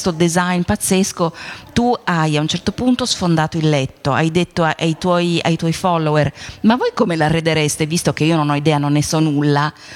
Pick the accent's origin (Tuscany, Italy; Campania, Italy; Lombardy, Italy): Lombardy, Italy; Anche perché tu sarai bresciana, ma io sono brianzola, quindi ci capiamo bene su questo terreno.